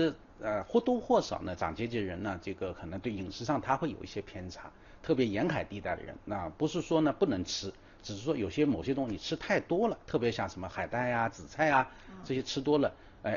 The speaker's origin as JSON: {"language": "Chinese", "country": "China"}